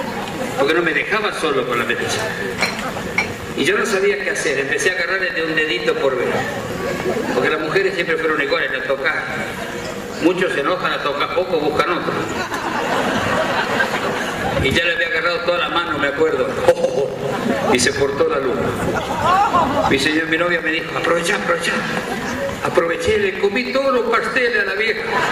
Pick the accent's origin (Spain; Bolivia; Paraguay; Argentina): Argentina; San Francisco, Córdoba; Hay un cuento que me gusta porque es de un viejo de mi pueblo que le gustan las mujeres, la de él y las otras. Nosotros le decimos un pitero, no sé cómo le dicen acá. Un día fue al supermercado Anselmi, un supermercado que hay en San Francisco